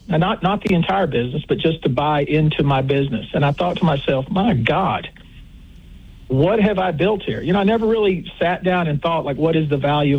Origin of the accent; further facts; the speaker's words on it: Cass County, Texas, United States; moved away; I came from Cass County. My dad cut meat. My mother drove our school bus.